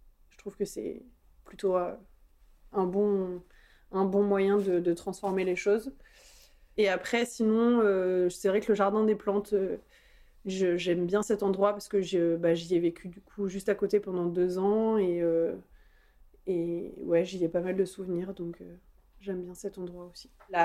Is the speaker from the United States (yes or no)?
no; Caen, Normandy, France; J'ai toujours vécu du coup à côté de Caen, je suis normande, on est un peu chauvin, nous les Normands.